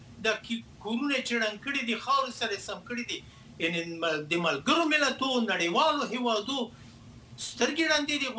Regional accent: Afghanistan; یعنی که زه یم افغان یم، بیا مسلمان یم، بیا انسان یم، بیا پښتون یم، زه د خپل ملت ملاتړ کوم او د خپل وطن ملاتړ کوم

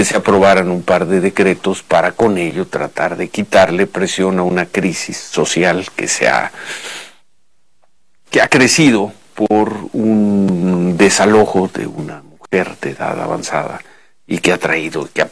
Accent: Mexico City, Mexico; Así que crecimos viendo campamentos, sí, en el Zócalo y por todos lados.

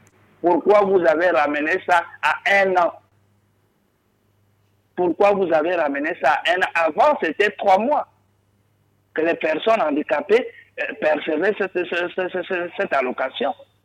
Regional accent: Gabon

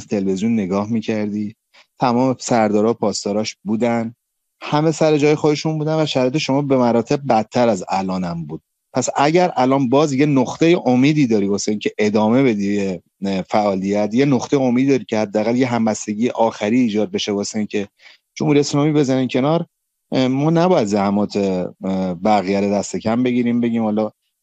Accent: Karaj, Alborz, Iran; من بچه کرجم، بچه محله خودمو میشناسم.

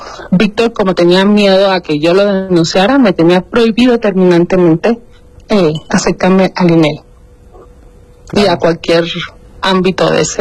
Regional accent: Cuba; Yo soy de origen cubano.

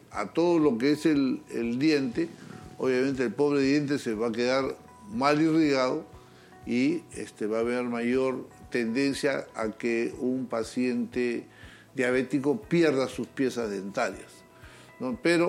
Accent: Peru; yo como médico peruano sé que nosotros los peruanos

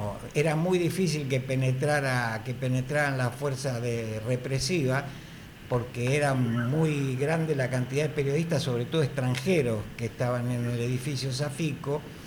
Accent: Buenos Aires, Argentina; born there; yo ahora en Caballito estoy, sí. Nací en Devoto, en la parte más de barrio, pero ahora sí, en Caballito hace unos cuantos años, por lo menos en la democracia, en Caballito.

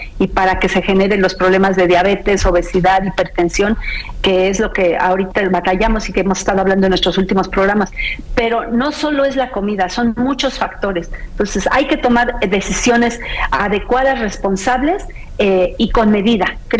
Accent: Mexico

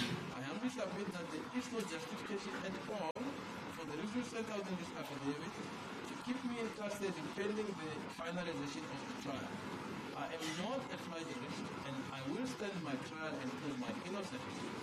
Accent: Giyani, Limpopo, South Africa; also born or lived in Malamulele; I'm a citizen of South Africa with identity number 881213-0736-085. I was born in Malamulele on the 30th day of December 1988 and I'm currently 38 years old. I attended primary school as well as high school at Kanyisa Education Center situated in Giyani.

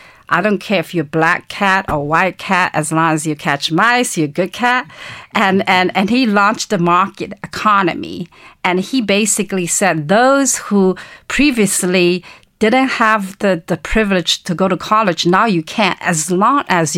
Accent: China; moved away; I was born and raised in China during the Cultural Revolution.

